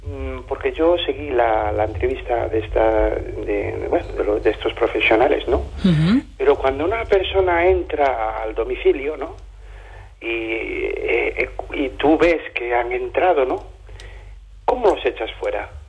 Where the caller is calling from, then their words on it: Amoeiro, Galicia, Spain; de Amoeiro